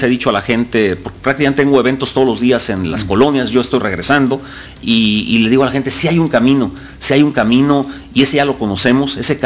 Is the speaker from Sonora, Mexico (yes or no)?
no; Colima, Mexico; la capital de nuestro estado